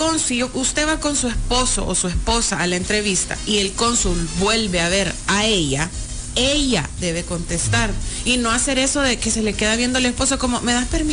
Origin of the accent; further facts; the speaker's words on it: El Salvador; querer que venga algún hermano centroamericano a aprovecharse de los beneficios que estamos recibiendo como salvadoreño.